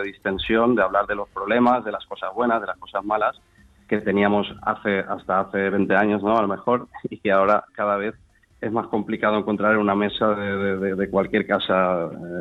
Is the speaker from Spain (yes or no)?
yes; Valencia, Valencian Community, Spain; Yo soy mediterráneo, como todos los españoles, pero yo soy de Valencia